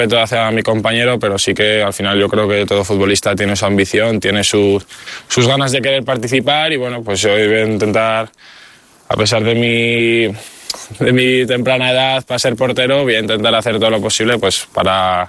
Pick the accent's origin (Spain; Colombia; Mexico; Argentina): Spain; León, Castile and León; Sí, yo soy de León y siempre que puedo pues me gusta ir allí, me siento como en casa